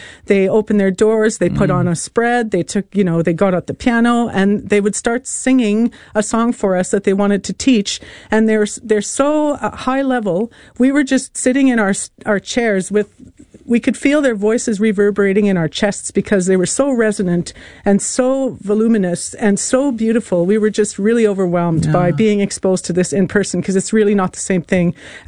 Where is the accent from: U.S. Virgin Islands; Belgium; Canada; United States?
Canada; now in New Zealand; I'm the Canadian immigrant here